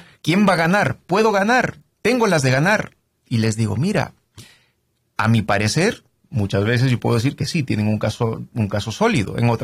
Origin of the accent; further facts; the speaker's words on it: Saskatoon, Saskatchewan, Canada; Spanish is a second language; Yo soy de Saskatoon, Saskatchewan.